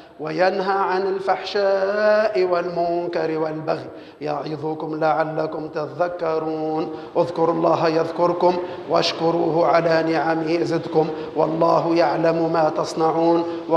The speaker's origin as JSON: {"language": "Arabic", "country": "Tunisia", "said": "نسألك اللهم أن تجعل بلدنا تونس أمنا وأمانا، سلما وسلاما وإسلاما، سخاء رخاء."}